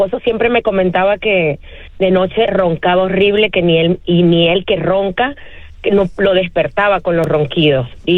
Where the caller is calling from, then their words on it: Katy, Texas, United States; estoy llamando de Katy, Texas.